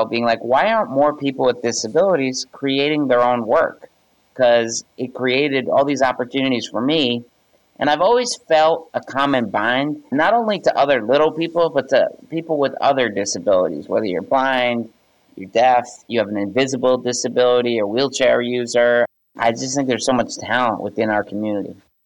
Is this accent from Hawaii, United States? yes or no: no; New Haven, Connecticut, United States; As being a little person growing up in New Haven